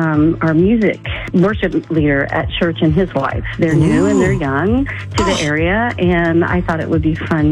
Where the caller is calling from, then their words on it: Ferndale, Washington, United States; I'm calling from Ferndale, Washington.